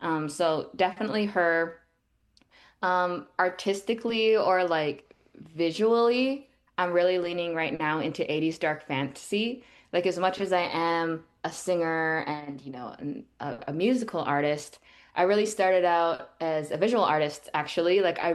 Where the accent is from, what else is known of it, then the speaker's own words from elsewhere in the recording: Six Nations, Ontario, Canada; now in Toronto, Canada; I grew up in Six Nations, which is a reserve about like 2 hours out of Toronto. I'm currently based out of Toronto.